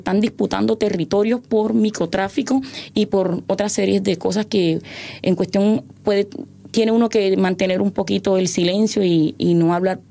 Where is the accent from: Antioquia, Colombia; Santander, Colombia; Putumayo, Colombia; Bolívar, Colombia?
Bolívar, Colombia; Cartagena; vengo de la ciudad de Cartagena.